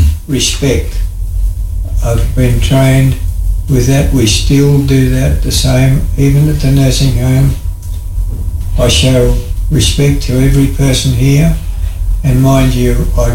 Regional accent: Crookwell, New South Wales, Australia; born there; I was born in Crookwell

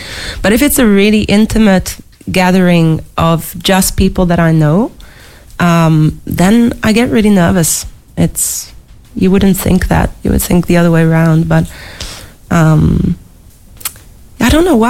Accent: Hungary; moved away; my home country in Hungary

